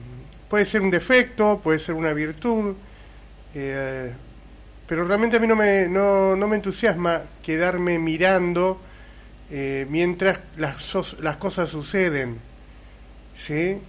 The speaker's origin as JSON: {"language": "Spanish", "town": "Puerto Iguazú", "region": "Misiones", "country": "Argentina", "said": "soy parte de Iguazú"}